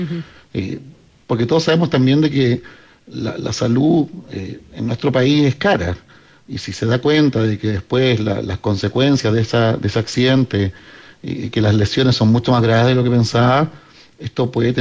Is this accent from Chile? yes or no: yes; Punta Arenas, Magallanes and Chilean Antarctica, Chile; Que está muy presente en el sur. Yo soy de Punta Arenas.